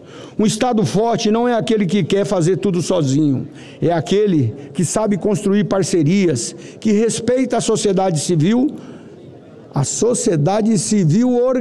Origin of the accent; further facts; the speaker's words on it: Mato Grosso, Brazil; born there; Em Mato Grosso, meu estado natal